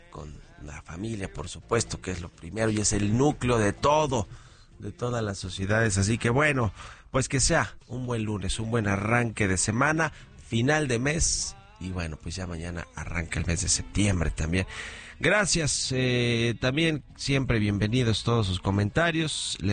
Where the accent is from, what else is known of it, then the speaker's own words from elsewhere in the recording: Mexico; me siento muy, muy mexicano